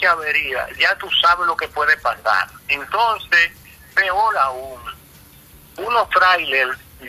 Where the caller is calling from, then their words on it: San Pedro de Macorís, Dominican Republic